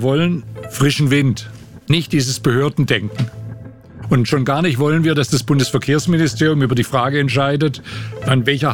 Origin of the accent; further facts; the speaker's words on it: Baden-Württemberg, Germany; Ich bin selber Schwabe.